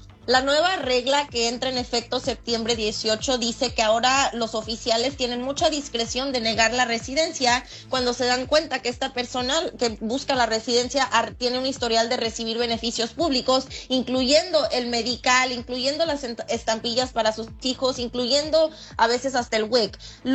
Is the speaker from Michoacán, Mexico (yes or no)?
yes; Uruapan, Michoacán, Mexico; No, yo nací en Michoacán, yo nací en Uruapan.